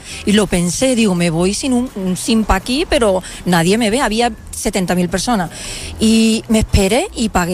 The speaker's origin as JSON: {"language": "Spanish", "town": "Málaga", "region": "Andalusia", "country": "Spain", "said": "Que nosotros somos de Málaga. Ahí el ejemplo de la toalla es genial."}